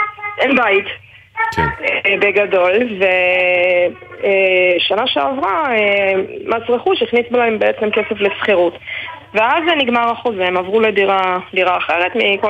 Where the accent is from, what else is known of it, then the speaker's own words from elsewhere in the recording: Rishon LeZion, Central District, Israel; נכון, זה הבית של ההורים שלי, הבית שגדלתי בו.